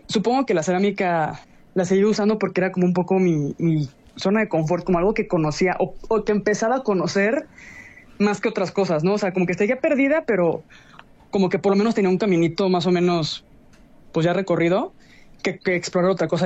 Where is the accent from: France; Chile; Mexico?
Mexico; y para mí como mexicana, o sea, sí, sí fue un choque.